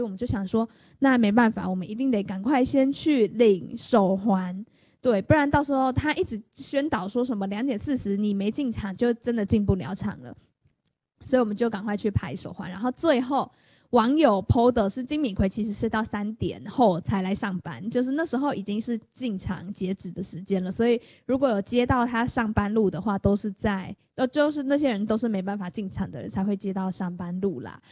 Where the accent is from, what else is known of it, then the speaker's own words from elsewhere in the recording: Tamsui, New Taipei, Taiwan; 我家的话是住在淡水，我的家乡嘛，就是我平常上课是住在学校附近啦，但是我的家是在淡水。